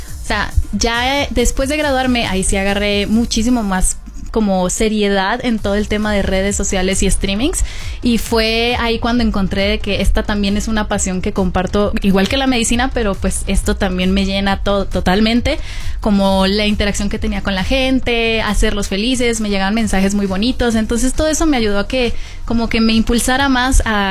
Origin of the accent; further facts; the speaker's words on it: Cali, Valle del Cauca, Colombia; moved away as an adult; now in Mexico; mi ciudad, que yo soy de Cali